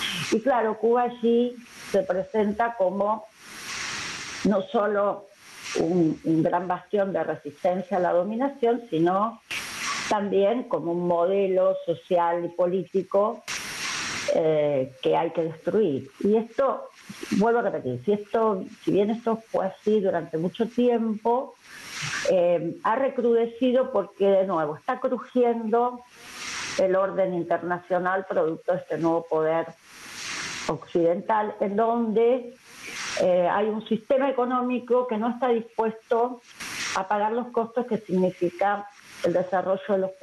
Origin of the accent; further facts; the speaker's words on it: Argentina; Quienes vivimos, yo soy argentina, quienes vivimos en la Argentina